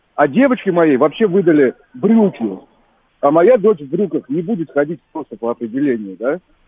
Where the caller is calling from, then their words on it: Moscow, Russia; я из Москвы.